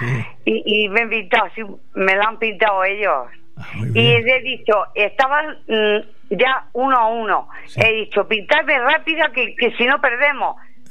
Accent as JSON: {"language": "Spanish", "country": "Spain", "said": "Yo soy española."}